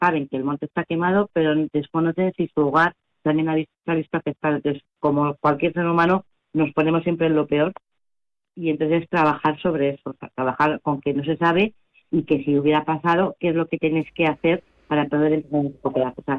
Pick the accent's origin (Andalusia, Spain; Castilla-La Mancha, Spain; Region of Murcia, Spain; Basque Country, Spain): Castilla-La Mancha, Spain; Guadalajara; todos somos de Guadalajara y es parte de nuestra tierra.